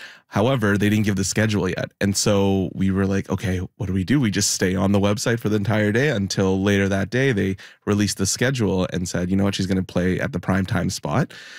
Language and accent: English; Philippines; being Filipino